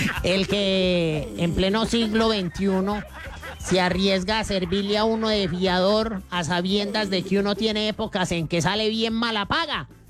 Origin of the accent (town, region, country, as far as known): Colombia